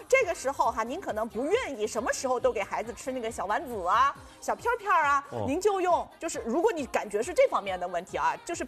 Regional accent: China

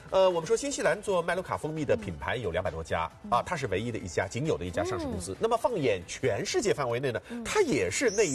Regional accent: Shanghai, China

